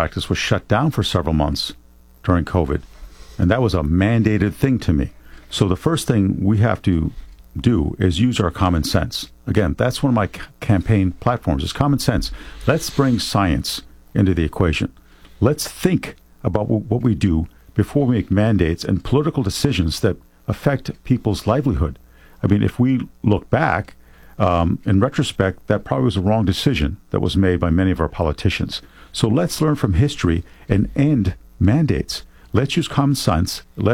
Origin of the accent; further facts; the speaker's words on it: New York, United States; also born or lived in Miami, United States; now in Orlando, United States; made it much, much easier for me to grow up in this country. And I said, I grew up in Western New York.